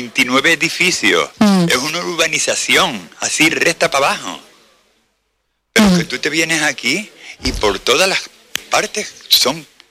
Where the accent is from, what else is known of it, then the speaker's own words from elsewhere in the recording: La Laguna, Canary Islands, Spain; born there; Yo, francamente, de La Laguna... Todo porque nací en La Laguna y La Laguna para mí es lo mejor de todo.